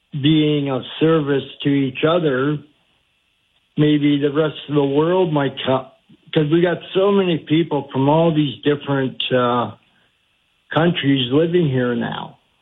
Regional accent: Kitchener, Ontario, Canada; And I grew up in, I was born in Kitchener to parents who immigrated after the Second World War with my two older brothers.

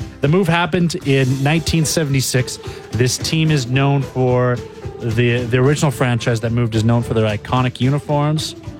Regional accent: Assiniboia, Saskatchewan, Canada; That's about the size of Assiniboia, Saskatchewan, my hometown.

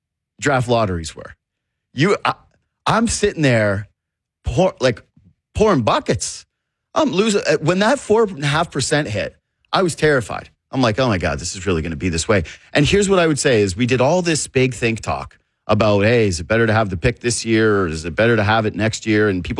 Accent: Whitehorse, Yukon, Canada; moved away; I'm from Whitehorse, Yukon

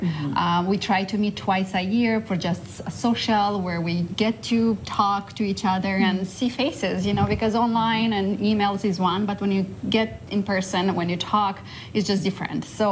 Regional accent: Moldova; moved away as an adult; now in Canada; I'm originally from Moldova. So yeah. Philanthropy, it was something new to me when I came mm-hmm. to Canada.

